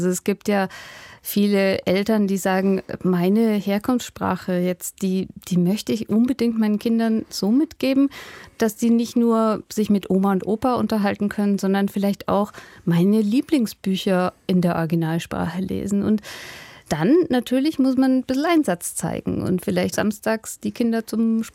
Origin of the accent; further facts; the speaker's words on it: Hof, Bavaria, Germany; accent: Franconian; moved away as an adult; Ich wollte es gerade sagen, ich bin auch zweisprachig aufgewachsen. Also bei uns in Hof oder in Rehau Da spricht man Fränkisch. Und als ich dann nach Berlin gegangen bin zum Studium